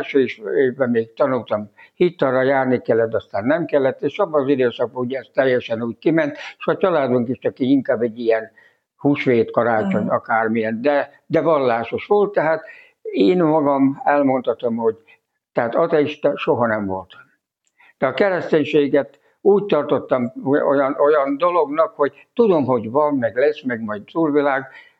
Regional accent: Törtel, Pest, Hungary; moved away; also born or lived in Marcali; Cegléd mellett 10 kilométerre lévő kis faluban Törtelen születtem, ott is még Tanyán, bábasszonynál, és 9-en voltunk testvérek. Petróleum lámpánál nőttem fel

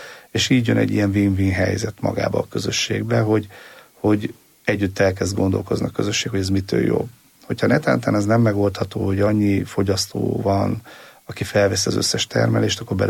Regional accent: Hungary

